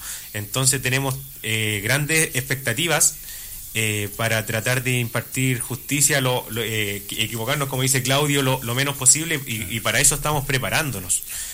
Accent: Sagrada Familia, Maule, Chile; Yo soy de Sagrada Familia, actual concejal de la comuna de Sagrada Familia.

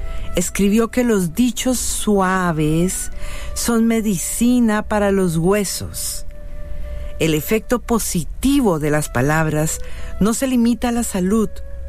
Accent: Bogotá, Bogotá Capital District, Colombia; grabado en mi tierrita, en Bogotá, Colombia

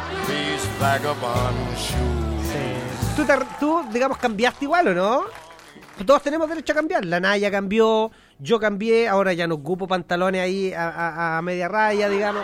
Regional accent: Tutuquén, Maule, Chile; now in Curicó, Chile; Me vine de los Tutuquén a Curicó. Perdónenme por no seguir siendo de Tutuquén.

